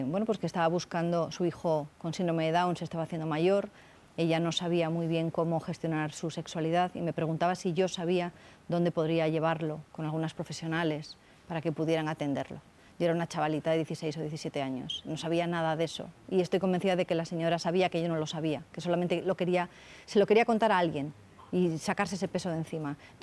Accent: Llodio, Basque Country, Spain; mi pueblo de origen, entre Llodio y Bilbao

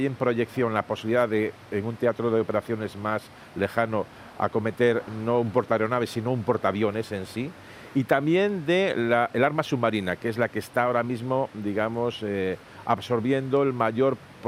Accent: Galicia, Spain; born there; Yo los recuerdo de chaval en la Ría de Vigo

